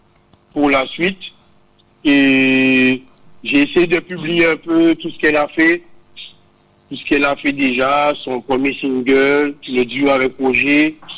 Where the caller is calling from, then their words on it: France; De la France, à 8000 km